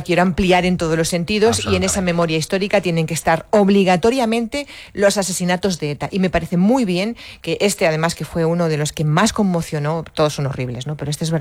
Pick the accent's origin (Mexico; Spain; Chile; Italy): Spain; Madrid, Community of Madrid; soy de Madrid, pero voy a un pueblo castellano, de Castilla y León